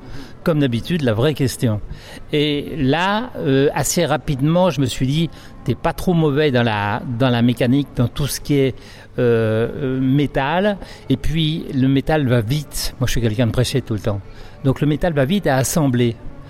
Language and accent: French; Castillon-du-Gard, Occitanie, France; je viens de Castillon-du-Gard, juste à côté du pont du Gard, mais vraiment à côté. Et j'ai un atelier qui fait 350 m², donc un grand atelier dans lequel je vis.